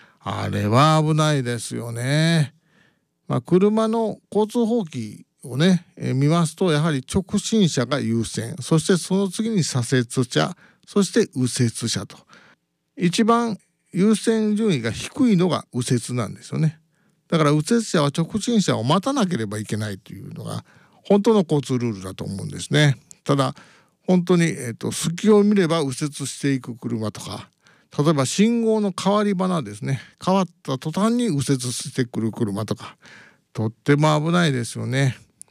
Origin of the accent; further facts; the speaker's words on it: Osaka, Japan; now in Kanazawa, Japan; 大阪出身なんでね、私は大阪の運転を見て金沢に来ましたので、大阪もね運転はそんなにマナーは良くない方かもしれません。